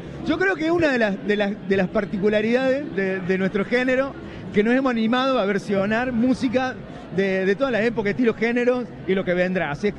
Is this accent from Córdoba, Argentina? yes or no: yes; Río Cuarto, Córdoba, Argentina; siendo del interior, de allá de Río Cuarto.